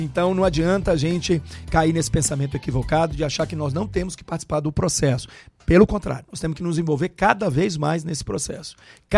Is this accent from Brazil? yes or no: yes; Brazil